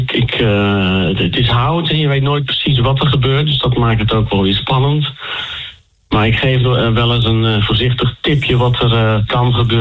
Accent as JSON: {"language": "Dutch", "town": "Soest", "region": "Utrecht", "country": "Netherlands", "said": "ik ben een tijdje uit Soest weg geweest, maar nu ben ik weer Soester."}